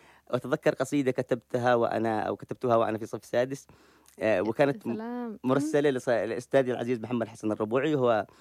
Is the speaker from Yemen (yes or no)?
yes; Yemen; في قريتي كنت طفلا، لكنني بسن الكبار كانوا زملاء وحتى الذين هم أكبر مني سنا